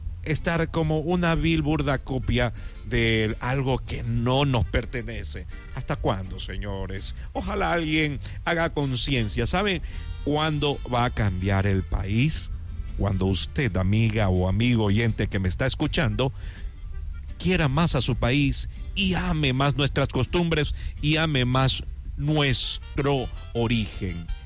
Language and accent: Spanish; Ecuador